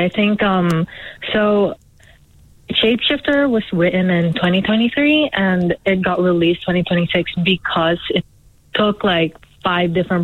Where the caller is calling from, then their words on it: Christchurch, Canterbury, New Zealand; I'm in Christchurch.